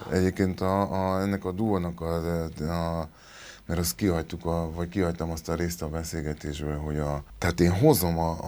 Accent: Hungary; born there; first language Spanish; Hungarian is a second language; also born or lived in Barcelona, Spain / Uruguay; én Magyarországon nőttem fel

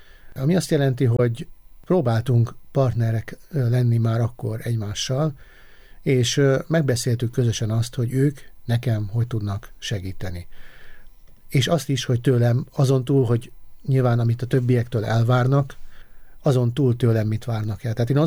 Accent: Kaposvár, Somogy, Hungary; born there; Aztán, amikor az általános iskolát befejeztem, akkor gimnáziumba kerültem, már otthon Kaposváron.

